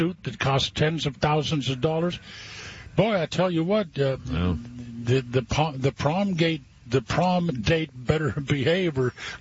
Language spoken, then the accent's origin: English; Texas, United States; And I'm not really sure where Frisco is, and I'm a Texan.